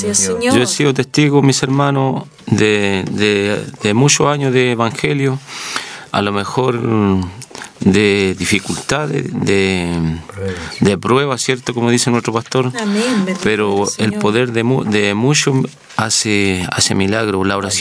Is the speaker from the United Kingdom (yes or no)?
no; Chile; nosotros como chilenos, como hijos de Dios